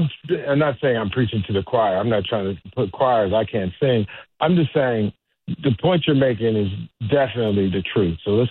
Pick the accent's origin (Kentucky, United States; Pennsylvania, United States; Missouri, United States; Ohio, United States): Missouri, United States; St. Louis; when I talk about my hometown in the United States, of course, I say St. Louis because that's where I spent much of my younger life.